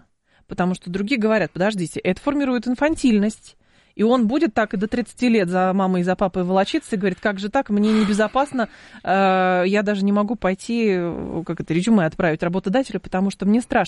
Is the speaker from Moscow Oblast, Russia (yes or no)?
yes; Lyubertsy, Moscow Oblast, Russia; Я из Люберец, я вообще